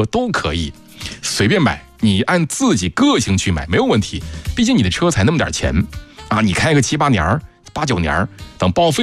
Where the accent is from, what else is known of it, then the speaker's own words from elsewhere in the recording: northern China, China; now in Yichang, China; 不过你放心，我不能代表宜昌，因为我本身我是新宜昌人，我是北方人啊，在宜昌工作生活啊